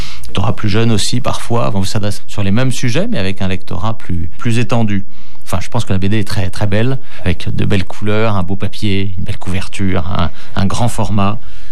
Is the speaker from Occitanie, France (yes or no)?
yes; Occitanie, France; C'est-à-dire que je suis originaire, moi, des Cévennes. Donc je n'ai jamais vécu, mais j'y suis revenu enfant tous les étés.